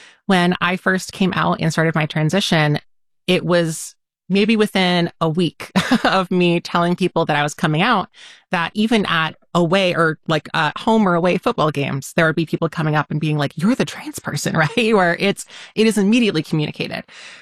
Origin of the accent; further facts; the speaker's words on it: Richmond, Rhode Island, United States; I'm born and raised in Rhode Island. I went to Cherahoe High School, middle school, and I grew up in Richmond, Rhode Island, in a small farming town. And I am currently still residing in Rhode Island.